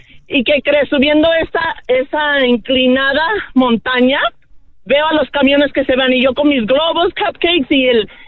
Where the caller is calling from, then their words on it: Riverside, California, United States; De Riverside.